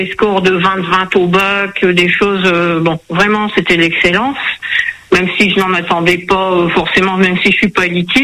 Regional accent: Hauts-de-France, France; Bon, nous sommes originaires des Hauts-de-France.

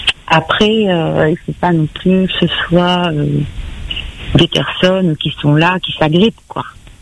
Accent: Réunion; Je suis de l'Est. … Je suis bien une créole. Je suis née à La Réunion

